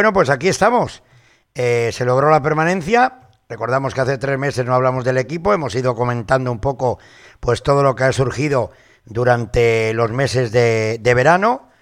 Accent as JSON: {"language": "Spanish", "town": "Casar de Periedo", "region": "Cantabria", "country": "Spain", "said": "soy de Casar de Periedo igual que ella, o ella igual que yo, de Casar de Periedo. Somos operos"}